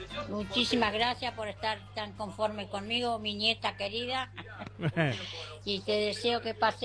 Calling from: General Belgrano, Buenos Aires Province, Argentina; Soy chiquita de General Belgrano.

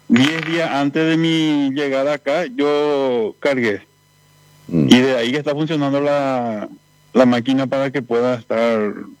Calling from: Paraguay; acá en su mayoría somos paraguayos los que estamos acá

